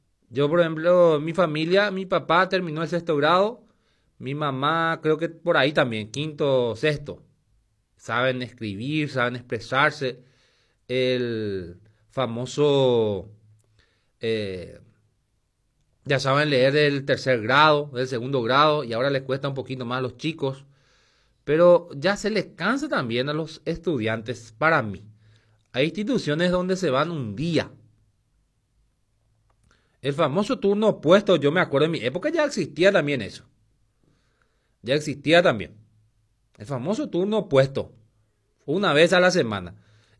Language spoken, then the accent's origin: Spanish; Paraguay; Yo estoy contento en mi país.